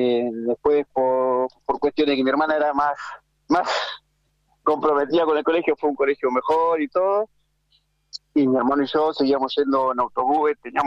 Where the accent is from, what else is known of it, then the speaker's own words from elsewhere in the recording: Alem, Buenos Aires Province, Argentina; also born or lived in Junín / Alberdi / La Plata; Yo nací en Junín, también provincia, pero me crié en Alem. De Alem pasamos a Alberdi, de Alberdi nos fuimos a La Plata.